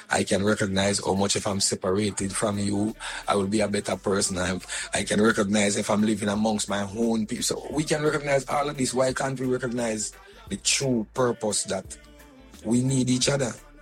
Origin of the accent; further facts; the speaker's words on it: Jamaica; as Jamaican